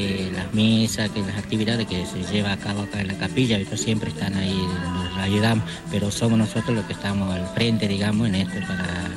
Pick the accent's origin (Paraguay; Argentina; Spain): Argentina; Pulares, Salta; now in El Mollar, Argentina; Sí, yo soy de acá de Pulares, creado aquí en Pulares, pero bueno, vivo allá en el Mollar, ahí, bueno, tengo mi familia ahí, pues, y después trabajo aquí en la zona, en Chicoana